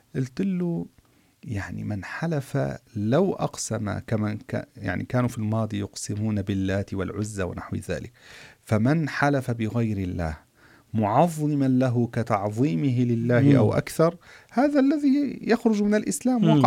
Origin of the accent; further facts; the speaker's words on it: Egypt; عندنا في مصر